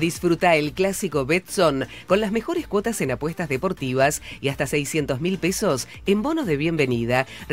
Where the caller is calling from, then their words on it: Padua, Buenos Aires Province, Argentina; de Padua, docente, en contexto de encierro en la penitenciaria de Devoto.